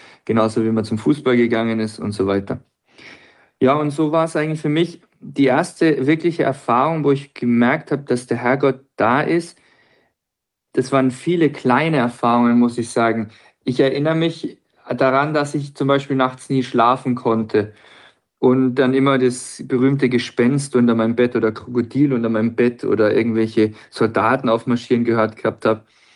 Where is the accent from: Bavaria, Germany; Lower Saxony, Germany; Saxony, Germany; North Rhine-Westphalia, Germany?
Bavaria, Germany; Bayreuth; Ich bin geboren in Bayreuth im schönen Frankenland. Bin dort aufgewachsen in einem kleinen Kaff.